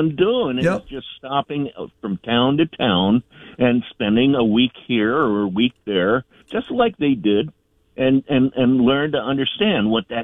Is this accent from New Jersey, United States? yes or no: yes; New Jersey, United States; I was raised in New Jersey, so yeah.